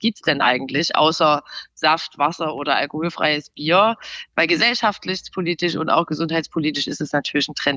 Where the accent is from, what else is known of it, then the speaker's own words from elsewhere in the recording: Saxony, Germany; Also ich komme aus dem Erzgebirge, da sagt man Glück auf.